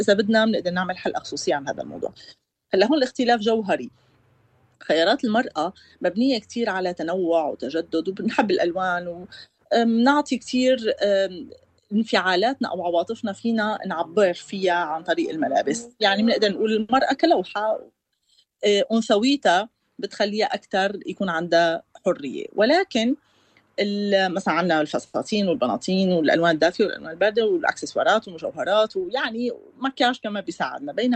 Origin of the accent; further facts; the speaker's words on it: Syria; كسورية، أولا كنظرة الناس للدبلوماسيين عنا.